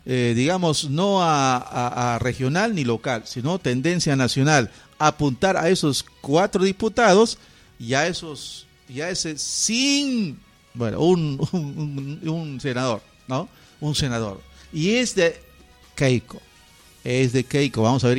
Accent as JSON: {"language": "Spanish", "country": "Peru", "moved": "yes", "lives_now": "Tocache, Peru", "said": "Yo soy de Chavintopata"}